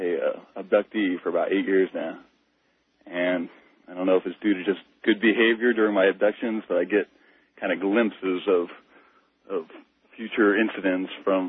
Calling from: Indianapolis, Indiana, United States; I'm calling from Indianapolis.

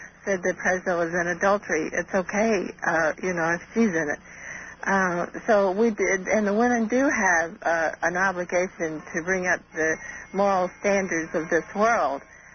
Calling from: Michigan City, Indiana, United States; Michigan City, Indiana.

